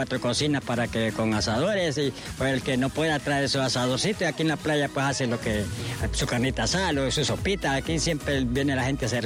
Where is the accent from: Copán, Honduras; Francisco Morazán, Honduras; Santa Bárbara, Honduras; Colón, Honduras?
Santa Bárbara, Honduras; Sí, somos primos, somos de Santa Bárbara.